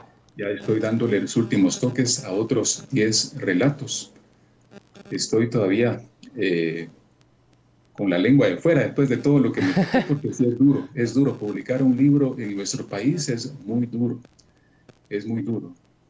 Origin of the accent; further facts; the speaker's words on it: Amatitlán, Guatemala Department, Guatemala; yo, como soy de Amatitlán y tengo la buena parte de cuentos se desempeñan en Amatitlán, tenía ahí varias opciones.